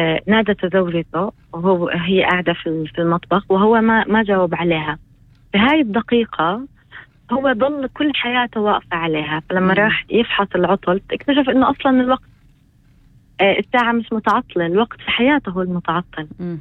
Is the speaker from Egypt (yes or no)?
no; Palestine; بالنسبة لنا كفلسطينيين